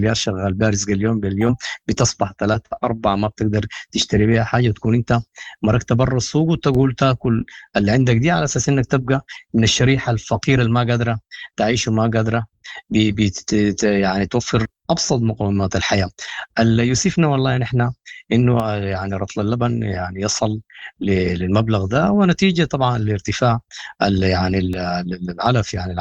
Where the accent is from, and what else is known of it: Sudan